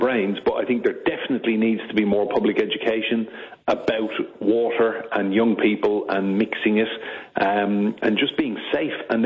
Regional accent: Leinster, Ireland; I grew up in County Wexford. Now, you know where Wexford is in Ireland, Tony. Mm. We call it the sunny southeast.

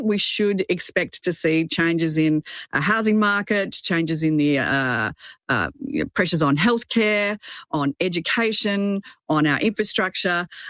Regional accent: Melbourne, Victoria, Australia; There's one of the universities in my hometown of Melbourne, Monash University.

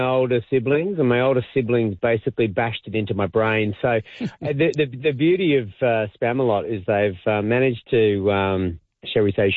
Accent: England, United Kingdom; I'm just going to work on my English accent. That's my background anyway.

